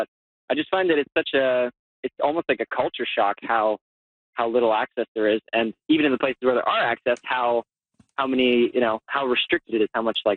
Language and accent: English; Ontario, Canada; moved away; Well, I want to say I'm a transplant from Ontario. I moved here about like 6 or 7 years ago, and I think it's permanent.